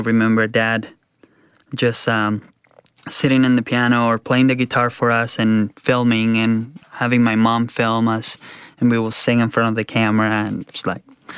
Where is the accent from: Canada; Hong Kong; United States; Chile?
Chile; I'm from Chile.